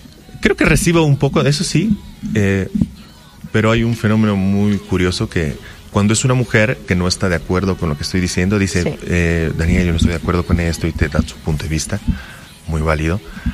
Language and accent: Spanish; Santa Cruz de la Sierra, Santa Cruz, Bolivia; yo vengo de Santa Cruz, que es bastante cálido, es trópico, entonces el clima es entre 28 y 35 todo el año.